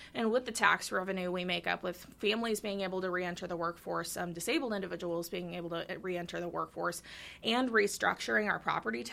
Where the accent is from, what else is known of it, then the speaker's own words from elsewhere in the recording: Warrensburg, Missouri, United States; also born or lived in Michigan; So I was born technically in Michigan, but as far as I can remember, I've lived in Warrensburg since I was about 3 or 4 years old. My parents moved here in May of 2004, actually, to go to the University of Central Missouri. So, Yep, I grew up here, graduated here.